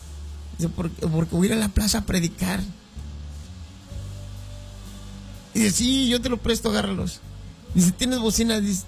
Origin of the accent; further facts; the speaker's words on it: Ébano, San Luis Potosí, Mexico; Los que no conocen Ébano, es un pueblo realmente muy, muy bonito, porque yo soy de ahí, bueno, ahí me crié y lo amo mucho ese pueblo.